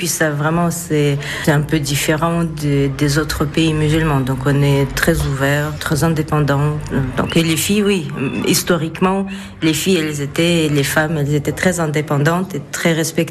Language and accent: French; Bishkek, Kyrgyzstan; now in France; Je suis née, j'ai grandi à Bishkek, et comme l'enfance, l'adolescence de tous les jeunes de capitale